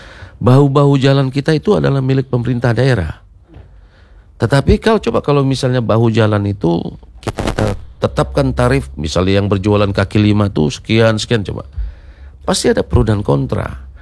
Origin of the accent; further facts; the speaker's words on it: Tanjung Pinang, Riau Islands, Indonesia; saya sebagai anak Tanjung Pinang